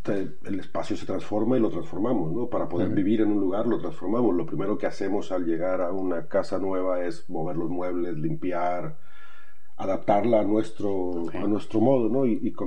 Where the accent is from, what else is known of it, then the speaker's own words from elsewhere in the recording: Culiacán, Sinaloa, Mexico; Culiacán, que es la ciudad donde yo nací y crecí